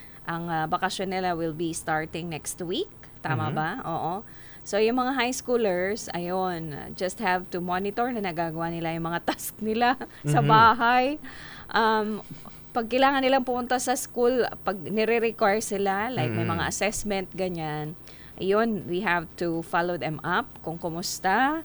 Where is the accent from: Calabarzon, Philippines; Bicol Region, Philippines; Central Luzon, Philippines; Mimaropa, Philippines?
Bicol Region, Philippines; Tiwi; I'm from Tiwi.